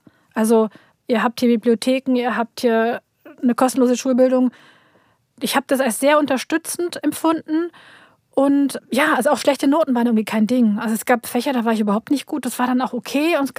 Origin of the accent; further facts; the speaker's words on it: Germany; ja, I'm from Germany, but my parents are Turkish.